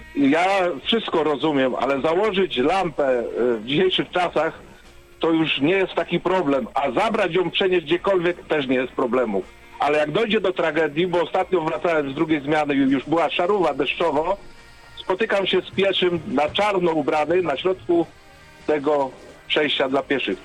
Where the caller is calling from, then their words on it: Serby, Lower Silesian Voivodeship, Poland; bo mieszkam w Serbach.